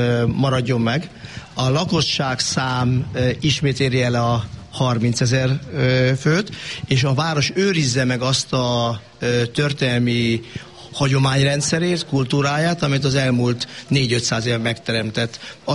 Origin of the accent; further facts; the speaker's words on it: Pápa, Veszprém County, Hungary; mert nem csak mi pápaiak vagyunk itt